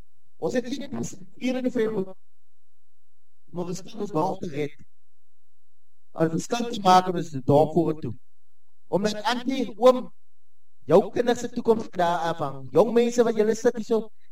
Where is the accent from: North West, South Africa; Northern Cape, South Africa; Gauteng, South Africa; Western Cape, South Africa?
Western Cape, South Africa; Hessequa; Ek kom van Hessequa, maar ek het een beetje te vinnig gereed hierna toe